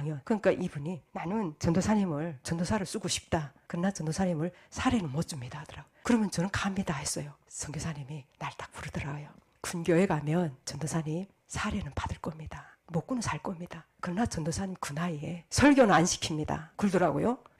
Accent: North Korea; moved away as an adult; now in South Korea; 나는 북한에서 왔다고 이랬어요.

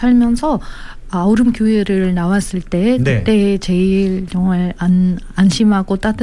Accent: Kazakhstan; Korean is a second language; moved away as an adult; now in South Korea

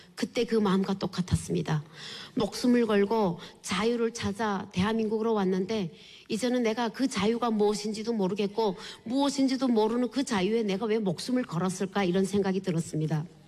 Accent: North Korea; 그러면 내가 공안에 가서 내 발로 나 북한 사람입니다 하고 북한에 건너갈 거라고

